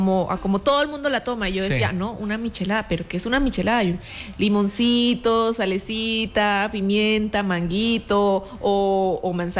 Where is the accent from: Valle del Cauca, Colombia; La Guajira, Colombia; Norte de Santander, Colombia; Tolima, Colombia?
Norte de Santander, Colombia; Cúcuta; Bueno, digamos que yo cuando era niña, Cúcuta lo relacionaba era a estar con toda mi familia, porque tenía a mi familia en el pueblo, en el Carmen, y aquí tenía a mi